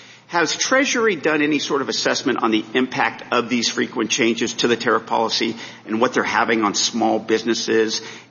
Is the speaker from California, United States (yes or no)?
yes; Carmel Valley, California, United States; I hail from Carmel Valley, the place I grew up, the place my Italian immigrant grandfather settled, thank God.